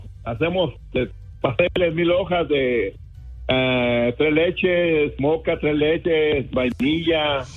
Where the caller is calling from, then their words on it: Springville, Utah, United States; Estamos en Utah, para que no se confunda la gente. Traigo el área de California. Utah, Springville, Utah.